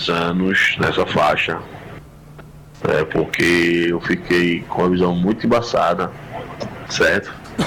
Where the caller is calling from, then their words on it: Santa Cruz do Capibaribe, Pernambuco, Brazil; eu sou aqui de Santa Cruz do Caparibe.